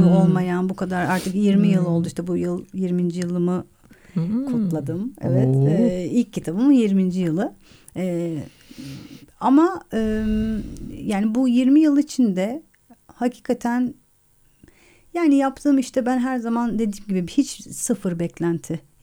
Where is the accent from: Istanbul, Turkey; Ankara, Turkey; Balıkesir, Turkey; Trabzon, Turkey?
Istanbul, Turkey; born there